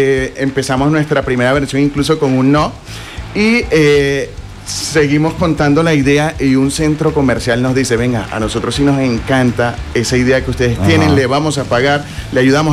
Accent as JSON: {"language": "Spanish", "town": "Valledupar", "region": "Cesar", "country": "Colombia", "moved": "yes", "lives_now": "Medellín, Colombia", "said": "yo no soy de acá de Medellín, yo soy de la capital mundial del vallenato"}